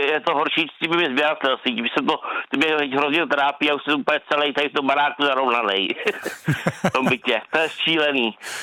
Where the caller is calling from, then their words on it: Pelhřimov, Vysočina Region, Czechia; Ne, já jsem přímo z Pelhřimova